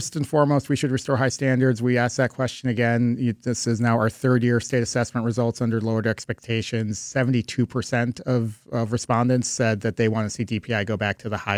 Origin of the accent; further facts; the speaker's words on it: Milwaukee, Wisconsin, United States; I'm a kid from Sherman Park. I grew up, not too far away from, I still remember County Stadium before they built the current one.